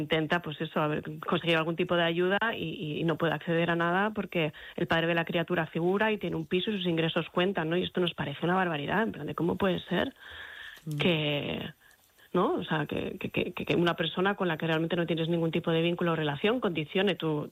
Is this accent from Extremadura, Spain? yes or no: no; Gijón, Asturias, Spain; yo soy de provincia, yo soy de Gijón además, entonces había esta cosa de no digas nada en el colegio que te van a mirar distinto, ¿no?